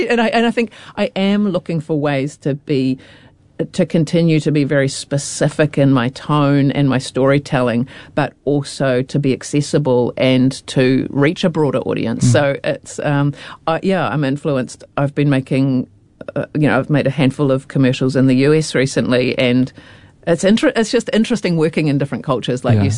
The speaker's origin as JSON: {"language": "English", "country": "New Zealand", "said": "the first thing I said was, you know, I'm a Kiwi, yeah."}